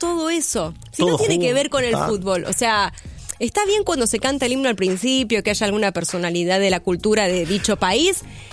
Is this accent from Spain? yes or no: no; Argentina